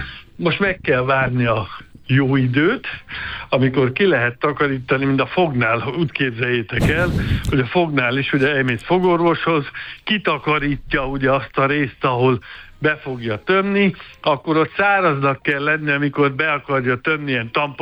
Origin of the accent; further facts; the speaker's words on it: Hungary; mi magyarok vagyunk